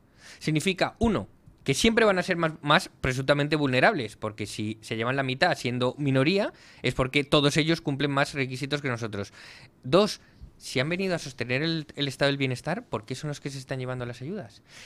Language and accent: Spanish; Spain; como nosotros somos españoles y trabajamos los dos, estamos los últimos en la cola.